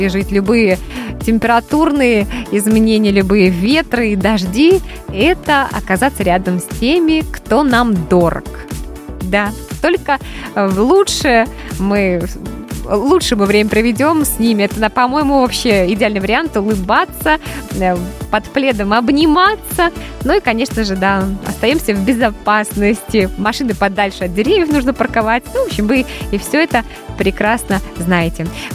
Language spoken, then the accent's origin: Russian; Belarus; Не сдаваться, мы же белорусы.